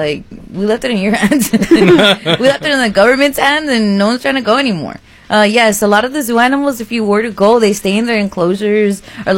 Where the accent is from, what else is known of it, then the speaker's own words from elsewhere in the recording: El Salvador; My dad's from Mexico, but I was from El Salvador.